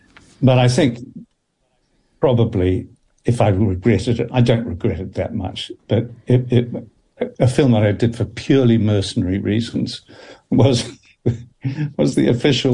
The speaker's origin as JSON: {"language": "English", "town": "Dunedin", "region": "Otago", "country": "New Zealand", "tie": "born or raised there", "said": "I mean, I grew up in Dunedin, and in Dunedin, you never really imagined that you would have a career on the screen of one kind or another."}